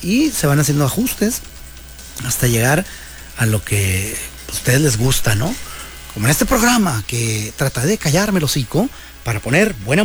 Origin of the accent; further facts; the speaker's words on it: Mexico; nuestro deber como mexicanos